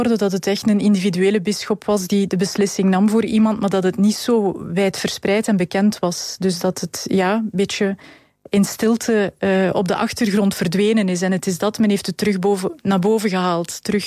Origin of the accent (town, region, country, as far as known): Halle, Flemish Brabant, Belgium; born there; now in Galmaarden, Belgium